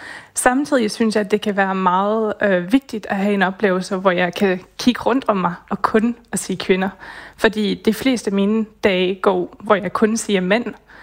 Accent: Belgium; now in Denmark; Jeg kommer selv fra Belgien

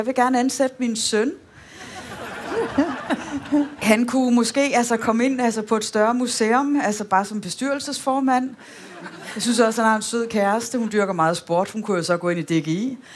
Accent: Aarhus, Central Denmark Region, Denmark; Som sagt, jeg er jo aarhusianer, når jeg kommer tilbage til min gamle hjemmeby og ser, hvad der er skudt op.

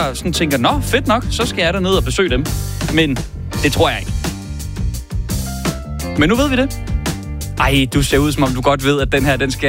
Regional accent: Køge, Zealand, Denmark; moved away; Jeg kommer fra Køge

